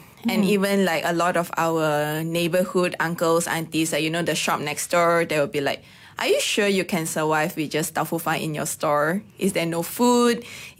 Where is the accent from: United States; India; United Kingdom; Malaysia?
Malaysia; Ipoh, Perak; moved away as an adult; now in Kuala Lumpur, Malaysia; because we are from Ipoh